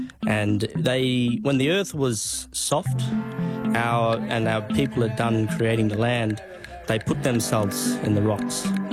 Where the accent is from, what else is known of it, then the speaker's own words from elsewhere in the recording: Western Australia, Australia; This is the home of the Wurundjeri people. We are the Wurundjeri people. Our clan group sits within the Wurundjeri eastern end of the Willingen native title. We come from the Gulliyumba and the Baladangadi.